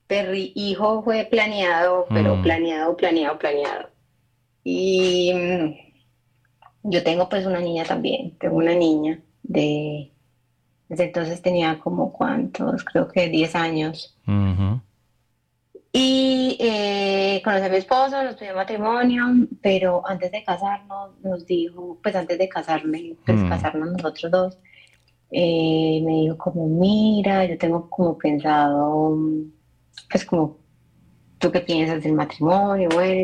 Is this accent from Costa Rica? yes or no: no; Colombia; moved away as an adult; Yo, pues obvio, vengo de Colombia, uh-huh. Me vine aquí a vivir, pues, porque yo me casé con alguien de acá.